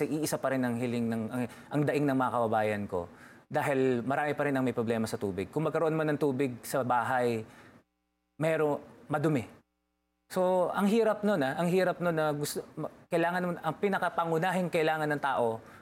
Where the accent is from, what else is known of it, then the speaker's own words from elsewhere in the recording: Marilao, Central Luzon, Philippines; Even sa amin sa Marilao, sa Maykawayan